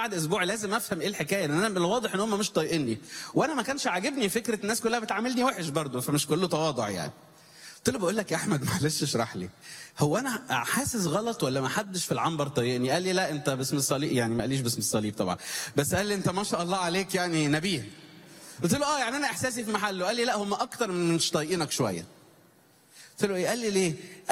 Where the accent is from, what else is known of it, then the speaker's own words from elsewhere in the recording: Cairo, Cairo Governorate, Egypt; وأنا جاي من القاهرة